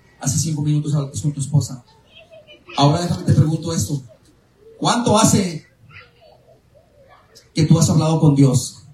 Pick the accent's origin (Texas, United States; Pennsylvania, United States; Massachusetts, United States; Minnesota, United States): Texas, United States; Greenwood; I told somebody I'm from Greenwood, Texas.